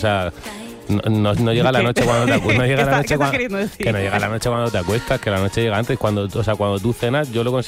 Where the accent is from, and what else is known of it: Murcia, Region of Murcia, Spain; moved away